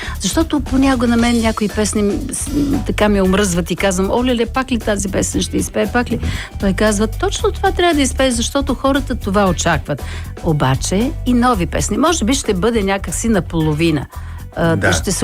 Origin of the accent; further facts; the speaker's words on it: Hisarya, Plovdiv Province, Bulgaria; в моя град, родния ми град Хисаря, се провежда конкурс 15 лалета